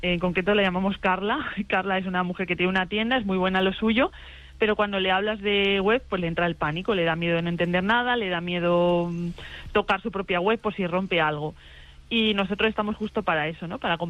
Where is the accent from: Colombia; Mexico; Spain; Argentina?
Spain; Villanueva de los Infantes, Castilla-La Mancha; decidimos irnos para La Mancha, para mi pueblo natal, que es Villanueva de los Infantes.